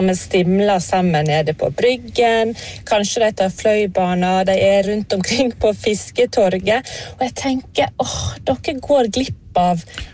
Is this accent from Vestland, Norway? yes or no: yes; Askvoll, Vestland, Norway; now in Bergen, Norway; Altså, jeg kommer fra Askvoll kommune, nærmere bestemt fra Atløyna